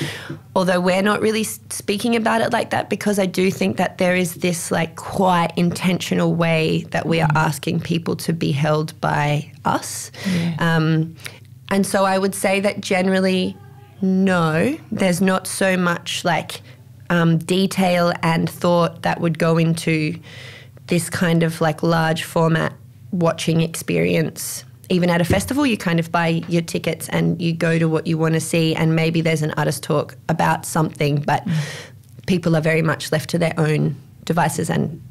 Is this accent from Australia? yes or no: yes; Alice Springs, Northern Territory, Australia; also born or lived in Germany; when I come back to my home, because I was born and raised here in Alice